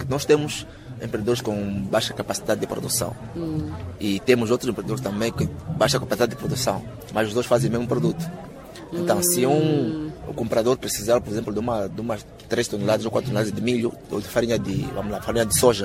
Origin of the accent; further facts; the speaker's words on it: Mozambique; E uma das coisas também é que nós como moçambicanos temos produtos de qualidade.